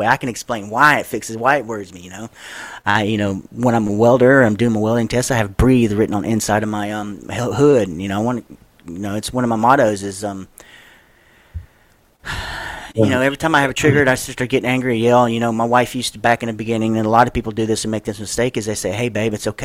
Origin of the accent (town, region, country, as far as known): Louisiana, United States; born or raised there